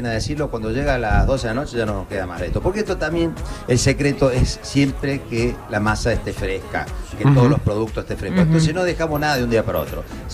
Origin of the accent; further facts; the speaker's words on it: Córdoba, Argentina; porque soy cordobés